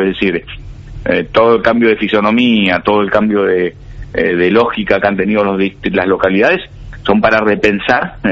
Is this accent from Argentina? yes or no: yes; Argentina; now in Punta Alta, Argentina; orgulloso como vecino, como intendente, como argentino